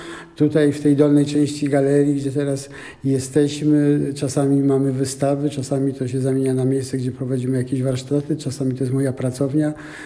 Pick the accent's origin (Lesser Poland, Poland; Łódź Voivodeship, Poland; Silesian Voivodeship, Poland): Lesser Poland, Poland; Zakopane; nim został wybudowany ten dom, to mieszkaliśmy w internacie szkoły Kenara. Tam rodzice mieli służbowe mieszkanie, więc ja rzeczywiście od urodzenia wychowywałem się właśnie w takim środowisku